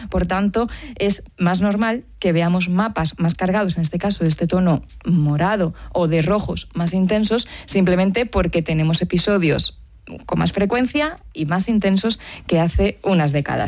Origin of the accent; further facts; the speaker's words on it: Extremadura, Spain; las típicas casas que tenemos en mi pueblo, que mi pueblo está en Extremadura, y son casas que no te encuentras, por ejemplo, si viajas a Asturias, ¿no?